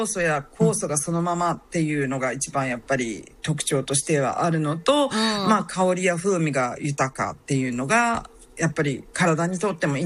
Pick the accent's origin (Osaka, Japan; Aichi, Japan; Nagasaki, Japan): Aichi, Japan; now in New Zealand; 私の実家の愛知県